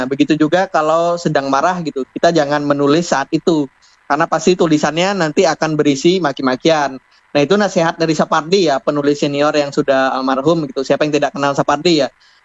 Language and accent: Indonesian; Bangka Belitung Islands, Indonesia; moved away; ketika saya SMP SMA di desa kami yang ada di Bangka Selatan